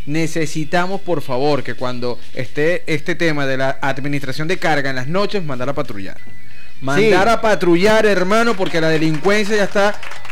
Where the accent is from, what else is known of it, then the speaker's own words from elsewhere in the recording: Venezuela; si debemos asumir como venezolanos